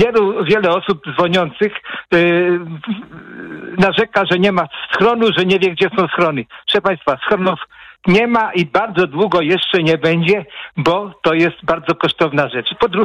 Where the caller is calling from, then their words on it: Płock, Masovian Voivodeship, Poland; Ja jestem z Płocka